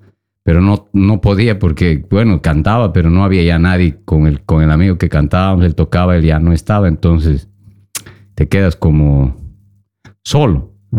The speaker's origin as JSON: {"language": "Spanish", "town": "Sucre", "region": "Chuquisaca", "country": "Bolivia", "said": "Sí, soy de Bolivia, de Sucre, del centro del país. Valle Alto, ¿no? A 2700, de ahí vengo, sí."}